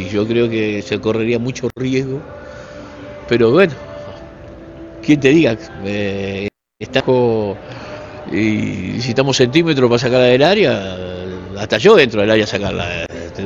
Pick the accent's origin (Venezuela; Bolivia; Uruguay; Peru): Uruguay; somos todos uruguayos